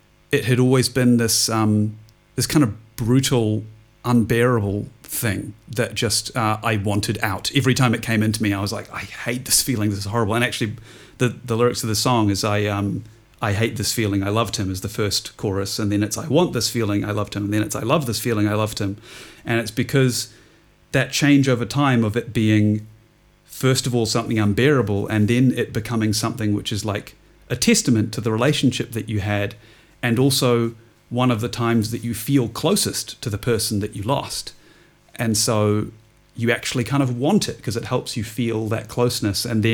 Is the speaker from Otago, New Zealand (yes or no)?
no; Auckland, New Zealand; also born or lived in Wellington; Like for me, I had lived in Wellington before and I grew up in Auckland.